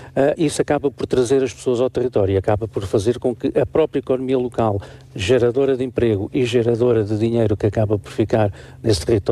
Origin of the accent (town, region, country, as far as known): Portugal